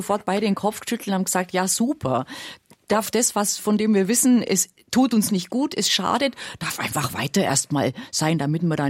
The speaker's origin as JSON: {"language": "German", "region": "Bavaria", "country": "Germany", "tie": "born or raised there", "said": "Also es ist meine Heimatregion, deswegen kenne ich mich da ein bisschen aus. Also Fellhorn, natürlich beliebtes Skigebiet"}